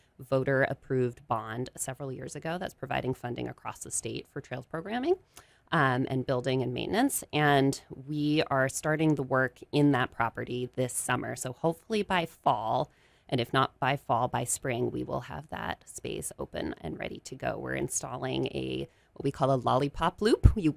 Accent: Gorham, Maine, United States; moved away; I grew up in Gorham. I'm excited to be back in the area

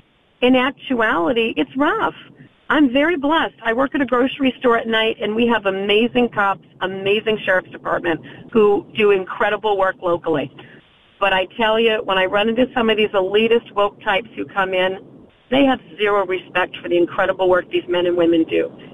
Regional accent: Maine, United States; I'm from Southern Maine, I can say, y'all.

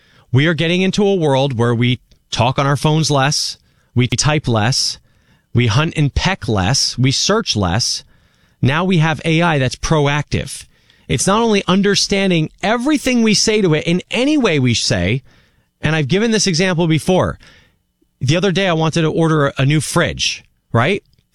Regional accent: New Jersey, United States; when I was an 11-year-old, 12-year-old, 13-year-old growing up in New Jersey as a somewhat creative child

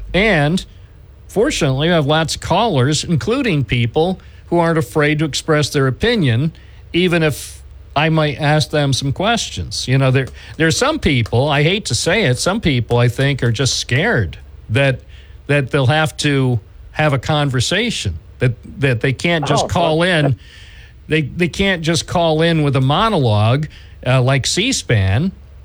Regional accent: Binghamton, New York, United States; born there; I've been in Binghamton for a long time, too. I was born here

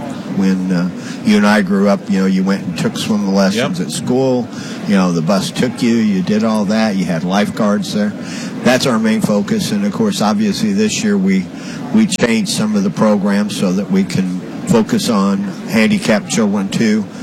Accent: Houston, Texas, United States; we're both from Houston

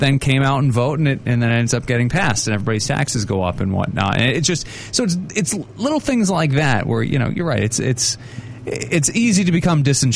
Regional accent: Walpole, Massachusetts, United States; I grew up in Walpole. I've got a beautiful library there.

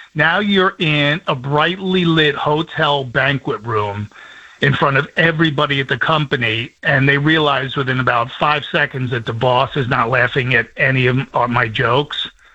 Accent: New Jersey, United States; Because Cleveland's just a natural punchline. I'm from Jersey.

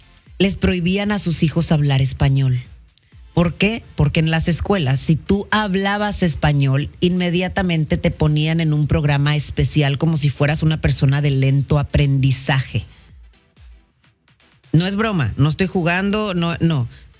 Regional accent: Mexico; now in United States; yo no tengo ni que decir que soy mexicana para que tú te des cuenta que soy mexicana. No tengo que abrir la boca y hablar español para que tú sepas que yo hablo español.

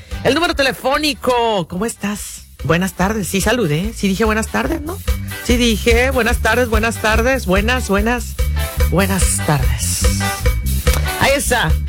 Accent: Mexico; now in United States; en México, en mi país de origen

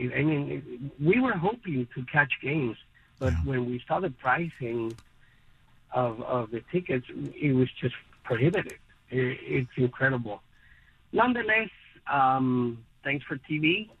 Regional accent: Guatemala; English is a second language; moved away; I'm from Guatemala. I grew up playing soccer.

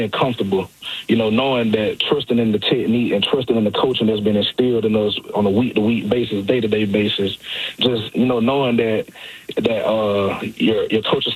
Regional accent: Georgia, United States; now in Cleveland, United States; I'm originally from South Georgia

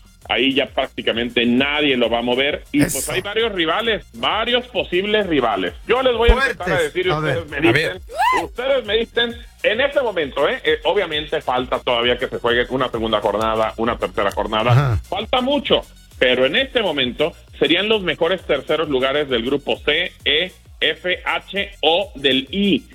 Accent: Mexico; que debemos de entender como mexicanos

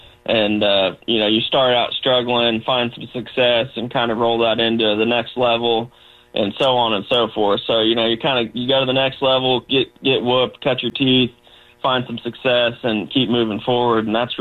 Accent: Versailles, Missouri, United States; I grew up in Versailles, went to school there, K through 12.

